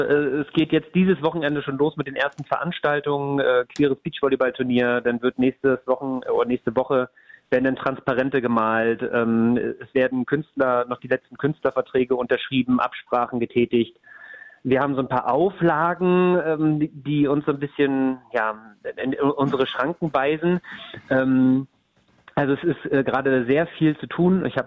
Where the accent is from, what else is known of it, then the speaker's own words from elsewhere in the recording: Neustrelitz, Mecklenburg-Vorpommern, Germany; moved away as an adult; also born or lived in Berlin / Madrid; gebürtig in Neustrelitz, habe dann nach dem Abitur in Berlin und in Madrid studiert. Habe dort jetzt viel zu lange gearbeitet und bin jetzt gerade dabei, mit meinem Partner wieder zurück in meine Heimat zu ziehen, nach Mecklenburg-Vorpommern